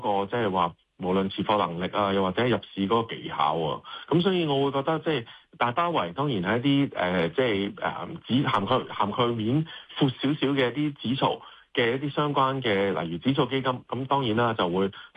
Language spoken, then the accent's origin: Cantonese; Hong Kong; 作为一个香港人，